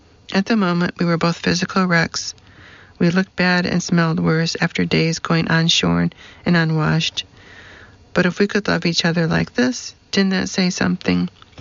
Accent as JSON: {"language": "English", "region": "New York", "country": "United States", "said": "I'd asked Scott that we marry only in my home state of New York"}